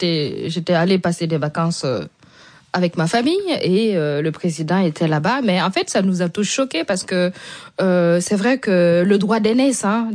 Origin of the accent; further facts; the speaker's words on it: Burkina Faso; lui il s'est déplacé chez nous au Burkina. Donc vous savez en fait on a ce respect là chez nous les Burkinabés